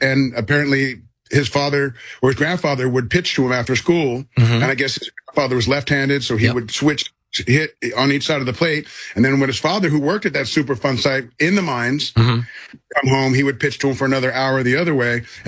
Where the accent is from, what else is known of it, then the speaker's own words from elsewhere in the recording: Hollywood, California, United States; now in Tulsa, United States; I grew up in Hollywood in the San Fernando Valley, and that's where everything is filmed besides, you know?